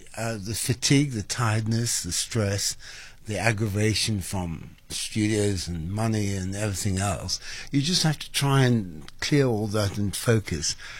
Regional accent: Cape Town, Western Cape, South Africa; moved away as an adult; also born or lived in England; I grew up in St. Phillips in Cape Town, here in Chapel Street, District 6

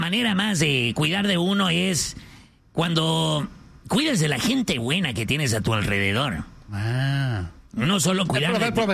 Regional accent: Ciudad Obregón, Sonora, Mexico; born there; Soy nacido en Obregón, Sonora.

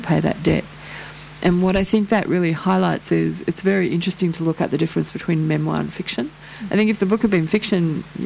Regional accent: Queensland, Australia; when I grew up in Queensland

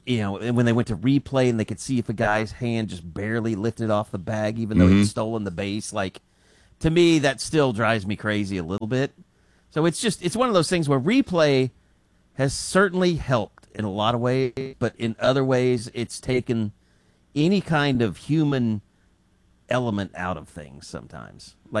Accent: Scotland, United Kingdom; As a Scotsman

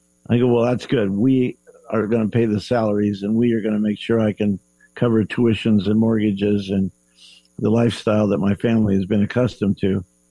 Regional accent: Pacific Northwest, United States; born there; So I was born in the Pacific Northwest.

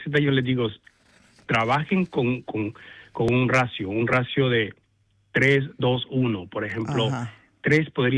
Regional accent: El Salvador; A mí, los platillos de mi región, yo soy del Salvador, y las pupusas son como el plato predilecto de los centroamericanos.

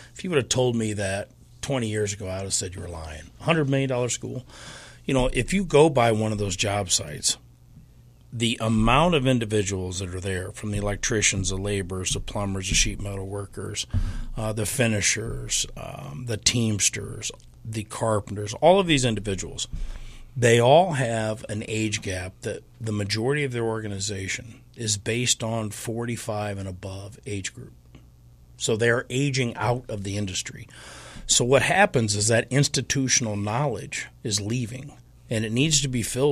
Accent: Springfield, Illinois, United States; Born and raised in Springfield, third generation, and actually fourth generation here in Springfield. My great grandparents immigrated and followed coal mining, and then my grandfather went to the coal mines.

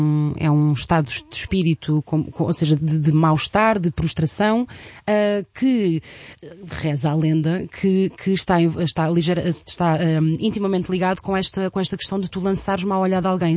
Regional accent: Centro, Portugal; Eu, quando cresci na minha aldeia, nas aldeias vizinhas, isto é. Eu sinto que isto é uma coisa muito da zona centro.

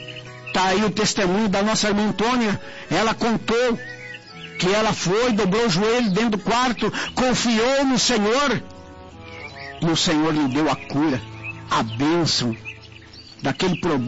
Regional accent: Mato Grosso do Sul, Brazil; Minha terra

